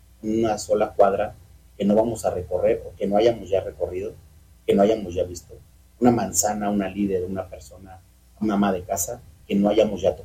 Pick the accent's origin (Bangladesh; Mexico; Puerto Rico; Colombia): Mexico; San Luis Potosí; yo vengo del esfuerzo, vengo de abajo. Yo nací en San Luis Potosí. Yo no vengo de fuera, yo no soy foráneo. Yo aquí crecí, yo conozco a todos de toda la vida.